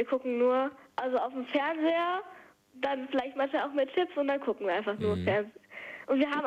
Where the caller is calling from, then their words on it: North Rhine-Westphalia, Germany; Aus Kempten, also aus Nordrhein-Westfalen.